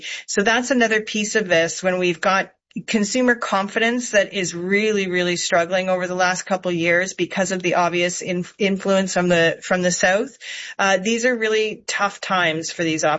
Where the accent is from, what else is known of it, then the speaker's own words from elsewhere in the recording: Canada; as a Canadian living our life